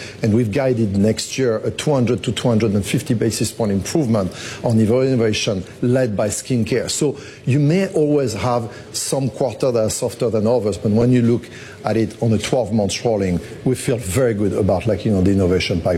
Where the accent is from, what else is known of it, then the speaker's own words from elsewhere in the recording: United States; born there; accent: French; I was born in the U.S. despite my French accent